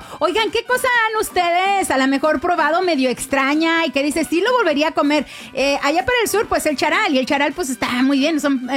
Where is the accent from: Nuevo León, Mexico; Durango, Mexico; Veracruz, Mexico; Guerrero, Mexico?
Durango, Mexico; born there; ya nací allá en Durango